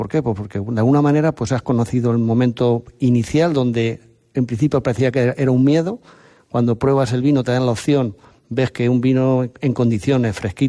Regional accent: La Roda, Castilla-La Mancha, Spain; yo soy de La Roda y trabajo aquí en La Roda

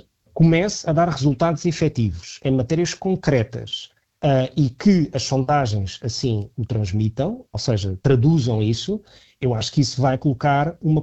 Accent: Portugal; acho que devemos olhar para isso com, enquanto portugueses, com expectativa

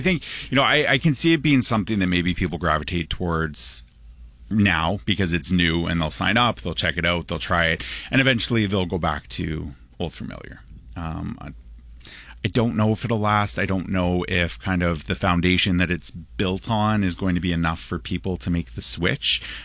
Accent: Alberta, Canada; I grew up in Alberta

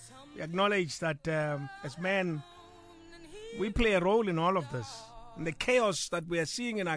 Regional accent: South Africa

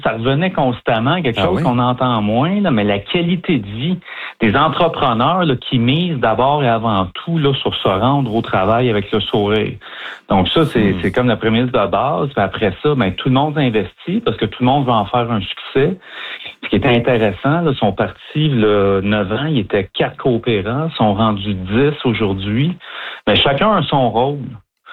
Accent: Saint-Élie-de-Caxton, Quebec, Canada; Moi, je viens de Saint-Élie-de-Caxton.

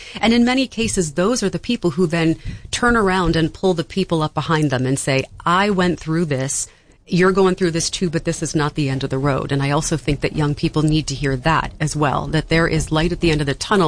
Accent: Elk County, Pennsylvania, United States; moved away; I am from Elk County. I grew up in Western Pennsylvania

